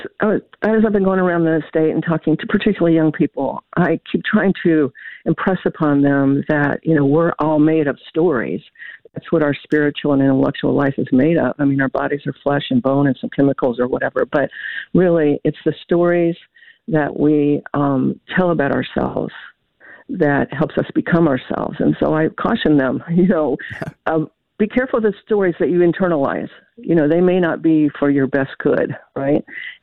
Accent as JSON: {"language": "English", "region": "Kentucky", "country": "United States", "also_born_or_lived": "Appalachia", "lives_now": "Louisville, United States", "said": "I'm from Kentucky. I have those roots, rural roots, but I've lived in the city for, you know, the last three decades."}